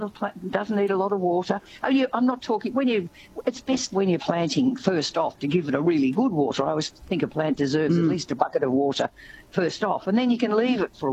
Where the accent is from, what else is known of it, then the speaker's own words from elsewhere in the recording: Melbourne, Victoria, Australia; I mean, I'm from Melbourne, and I try very hard not to water my garden overduly in summer